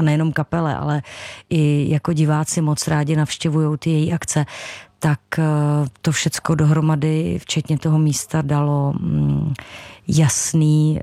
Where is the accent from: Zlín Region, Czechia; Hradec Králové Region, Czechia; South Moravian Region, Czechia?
Hradec Králové Region, Czechia; Hradec Králové; moved away; jsme rodáci z Hradce Králové, včetně mě.